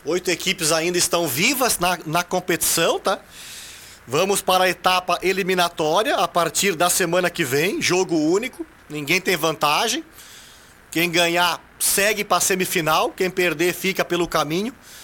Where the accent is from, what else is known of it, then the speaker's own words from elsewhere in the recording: Orleans, Santa Catarina, Brazil; O nosso time, quando eu falo nosso, é porque a gente é aqui de Orleans, né?